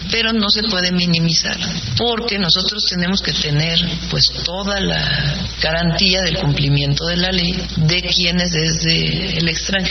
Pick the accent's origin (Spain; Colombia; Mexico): Mexico; No, pero tenemos que ser muy serios como mexicanos